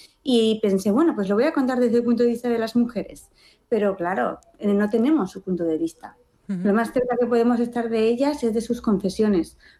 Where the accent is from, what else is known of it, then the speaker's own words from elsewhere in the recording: Basque Country, Spain; Yo como vasca, pues hemos crecido, yo creo que se puede sentir identificada mucha gente vasca, ¿no? Muy vinculada con el bosque, con la bruja.